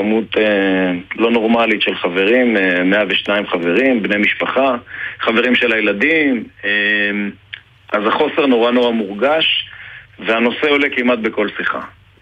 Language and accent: Hebrew; Kissufim, Southern District, Israel; moved away as an adult; now in Be'eri, Israel; אני גדלתי בכיסופים, ובאמת עברתי לבארי לפני